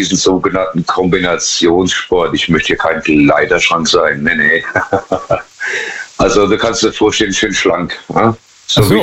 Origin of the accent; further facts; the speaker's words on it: Pirmasens, Rhineland-Palatinate, Germany; Ich bin aus der Pfalz, Pirmasens.